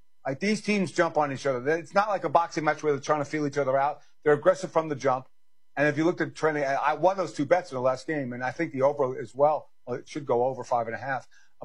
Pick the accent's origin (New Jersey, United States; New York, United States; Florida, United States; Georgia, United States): New York, United States; New York City; I get the hate for New York. I'm a New Yorker.